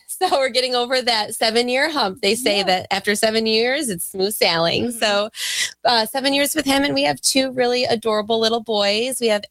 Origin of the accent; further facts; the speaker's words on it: Syracuse, New York, United States; I was born and raised here in Syracuse, New York.